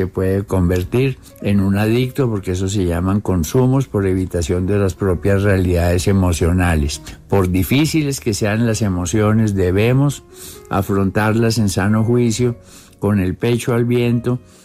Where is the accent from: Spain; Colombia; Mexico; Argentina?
Colombia; Ahora nos necesitamos, somos humanos, somos hermanos, todos somos colombianos en este momento.